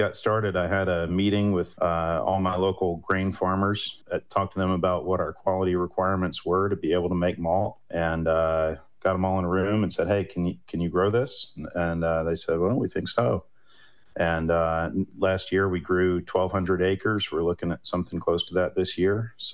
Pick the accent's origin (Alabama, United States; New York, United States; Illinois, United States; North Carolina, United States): North Carolina, United States; Salisbury; I'm from Salisbury, which is right in North Carolina's grain belt